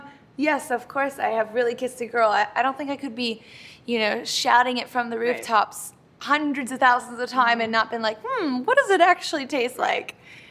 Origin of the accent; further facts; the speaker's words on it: Santa Barbara, California, United States; So I shot that music video in Santa Barbara, my hometown.